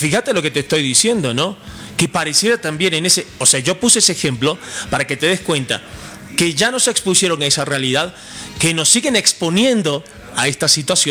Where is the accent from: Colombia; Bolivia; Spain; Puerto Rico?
Bolivia